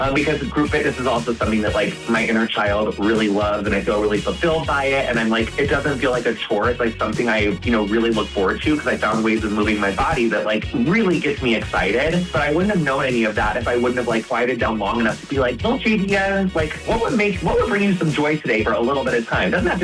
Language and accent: English; Quincy, Illinois, United States; moved away; Yes, I'm from Quincy. It's like not that far away